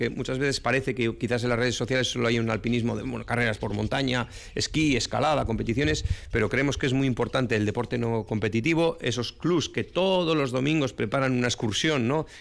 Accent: Basque Country, Spain

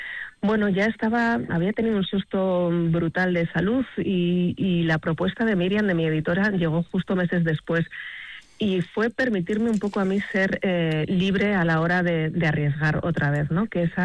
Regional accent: Pamplona, Navarre, Spain; now in Madrid, Spain; era gente que había salido de mi Navarra

